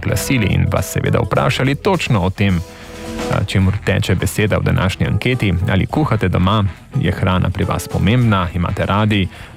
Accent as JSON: {"language": "Slovenian", "region": "Slovenian Littoral", "country": "Slovenia", "said": "rezultati ankete so pokazali, da Primorci še vedno in tudi telefonov seveda prisegamo na domačo kuhinjo."}